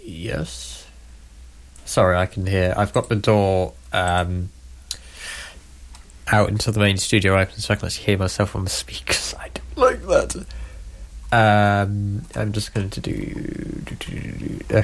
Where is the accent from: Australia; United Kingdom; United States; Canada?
United Kingdom; England; I am English